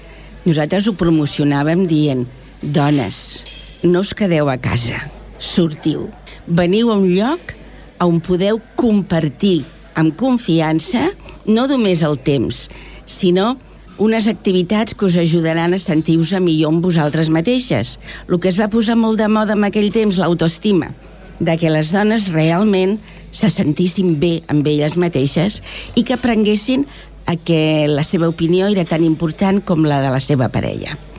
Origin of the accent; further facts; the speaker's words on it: Sant Just Desvern, Catalonia, Spain; moved away as an adult; now in Esplugues de Llobregat, Spain; tant el meu marit com jo vam néixer a Cuiblanc. Els nostres pares haguessin volgut que seguíssim visquent a Cuiblanc, però en aquell moment els lloguers allí eren molt, molt alts i els d'aquí estaven molt millor.